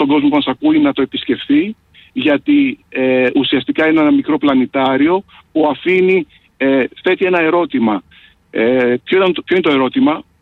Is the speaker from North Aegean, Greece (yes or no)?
no; Athens, Attica, Greece; born there; Γεννήθηκα στην Κυψέλη